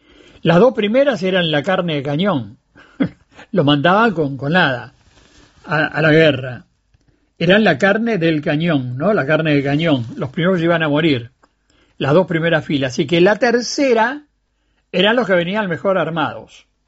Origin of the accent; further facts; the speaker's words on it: Montevideo, Uruguay; en mi barrio, que es el barrio Bolívar, donde yo nací en Montevideo